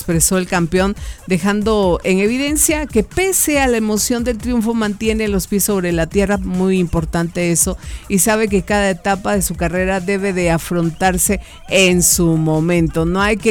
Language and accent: Spanish; Guatemala